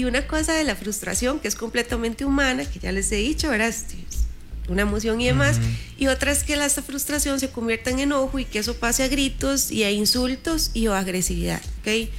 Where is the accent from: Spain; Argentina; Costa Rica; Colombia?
Costa Rica; accent: Costa Rican; cuando veníamos como cabizbajos o sí, o como huevadillos, ¿verdad? Como muy tico decirlo así.